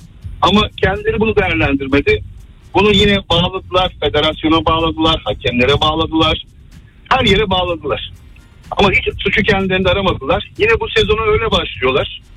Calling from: Istanbul, Turkey; İstanbul'dan bağlanıyorum.

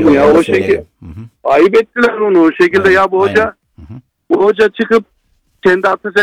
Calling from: Ankara, Turkey; Merhabalar, ben Ankara'dan

